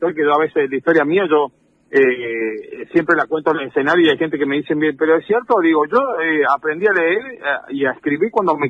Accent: Arroyo Los Patos, Córdoba, Argentina; now in Merlo, San Luis, Argentina; Pero yo soy nacido y criado en un pueblito que se llama Arroyo Los Patos, que está entre la sierra, pegadito a Villa Cura Brochero, a la historia de nuestro santo argentino, así que... Qué soy transerrano, soy cordobés, pero hace 15 años que vivo acá

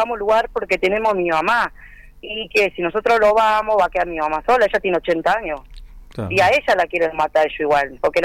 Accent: Río Gallegos, Santa Cruz, Argentina; now in Buenos Aires, Argentina; yo vine hace 2 años yo que estoy acá en Buenos Aires, porque yo vine de Río Gallego

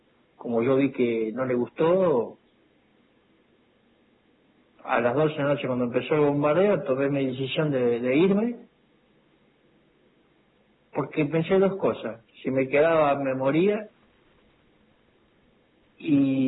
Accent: Mortero, Córdoba, Argentina; Y le contesto y la persona que me habla me dice, ¿de dónde sos? Y yo le digo, de Mortero.

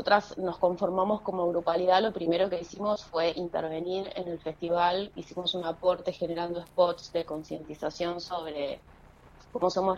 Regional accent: Buenos Aires, Argentina; now in Bariloche, Argentina; migré a Bariloche y entonces siempre estoy descubriendo qué tan porteña soy, básicamente.

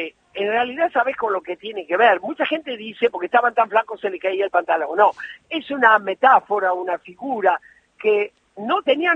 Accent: Boulogne Sur Mer, Buenos Aires Province, Argentina; also born or lived in Barracas, Buenos Aires; yo nací en Barracas, pero me crié en Boulogne. En Boulogne, cuando yo fui a vivir ahí, era un lugar muy descampado y había una gran cantidad de italianos.

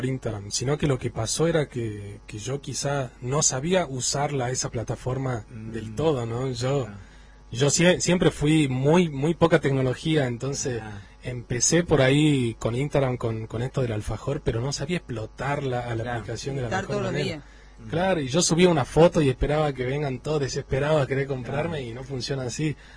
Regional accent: Jujuy, Argentina; moved away as an adult; also born or lived in Buenos Aires; Yo soy jujeño, pero estando muy lejos de mi provincia es que como que me empecé a dar cuenta de lo que tenía mi provincia en realidad para darme.

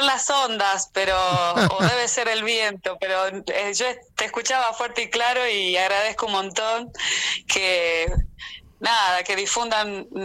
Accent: Cafayate, Salta, Argentina; Yo soy de Cafayate

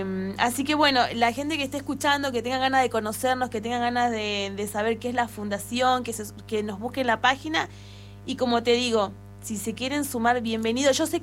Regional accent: Zapala, Neuquén, Argentina; Yo nací en Zapala, estudié en otro lugar, pero bueno, volví a los 15 años a Zapala, ya tengo 40.

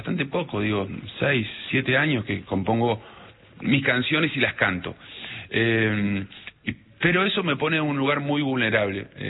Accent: Cutral Có, Neuquén, Argentina; now in Buenos Aires, Argentina; Yo soy de Cutralcó, Neuquén. Muy folclórico, no soy un experto fundamentalista del folclore, pero sí tengo mucha raíz folclórica porque me crié en Las Peñas y anduve por todos lados ahí. Bueno, la cosa me trajo hasta Buenos Aires

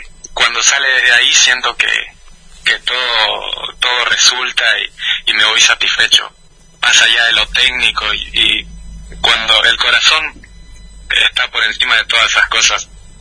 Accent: Santo Tomé, Corrientes, Argentina; La gente acá de mi pueblo, que todos me escribieron

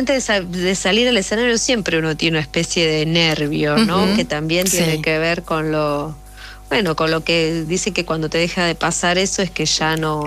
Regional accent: Buenos Aires, Argentina; Yo soy de Barracas.

